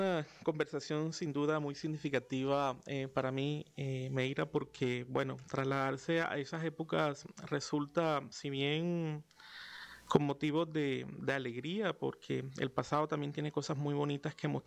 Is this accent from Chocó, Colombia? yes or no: no; San Pelayo, Córdoba, Colombia; born there; Yo nací efectivamente en San Pelayo, tengo 35 años, nací en julio de 1991. Soy hijo de una madre soltera … Tengo los apellidos de mi mamá.